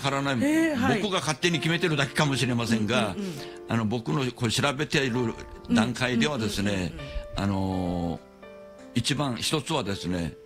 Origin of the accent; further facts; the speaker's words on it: Amami, Kagoshima, Japan; 私根瀬部出身なんですが、